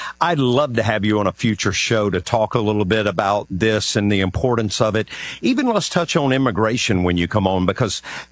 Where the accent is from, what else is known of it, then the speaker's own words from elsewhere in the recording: the South, United States; accent: southern; My family's from Italy and my family's from Ireland. But we have our own accent over here. Everybody goes, you got this southern accent.